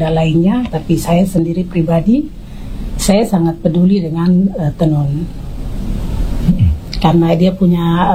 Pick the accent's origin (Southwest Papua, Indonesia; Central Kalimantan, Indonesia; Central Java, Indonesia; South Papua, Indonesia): Southwest Papua, Indonesia; Karena saya Bu Mama ini perempuan Maibrat. Marga saya memang orang Jayapura. Saya Bu Mama orang Maibrat.